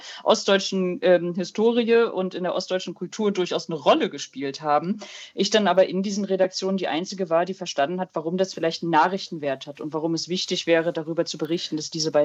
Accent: Rostock, Mecklenburg-Vorpommern, Germany; moved away; Genau, ich bin aus Rostock ursprünglich und jeder, der schon mal in Rostock war, weiß, dass man in Rostock anders spricht als im Erzgebirge, sag ich mal.

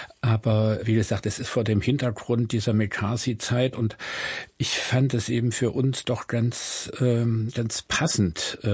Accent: East Germany, Germany; Ich bin ja im Osten groß geworden und habe dieses 89-90 durchaus auch als einen Wechsel von Abhängigkeiten, einen Wechsel von Freiheiten erlebt.

